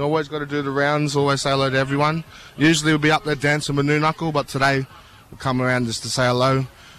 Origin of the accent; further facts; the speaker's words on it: Brisbane, Queensland, Australia; also born or lived in Sydney; I grew up here in Brisbane most of my life. Born in Sydney, though, so up the Blues.